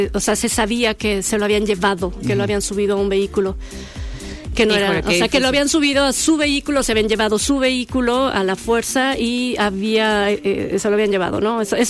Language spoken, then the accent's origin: Spanish; Apatzingán, Michoacán, Mexico; now in Guadalajara, Mexico; Soy, bueno, nacimos, toda mi familia es de aquí de Guadalajara, pero por cuestiones de trabajo de mi papá nos fuimos a Patzingán, Michoacán. Y sí, allá estuvimos estudiando hasta la secundaria.